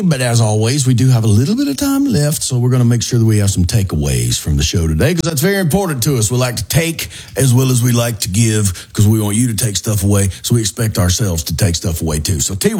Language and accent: English; Mississippi, United States; And got pulled over in my home county back in Mississippi.